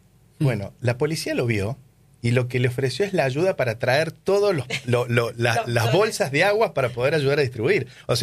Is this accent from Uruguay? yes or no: no; Argentina